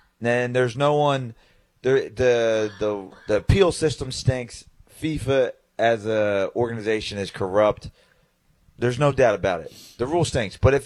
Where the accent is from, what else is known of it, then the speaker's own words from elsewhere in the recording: Philadelphia, Pennsylvania, United States; where I grew up in Fishtown, it was a big movement, and there were so many, like we talked about earlier, there were just so many community and local teams.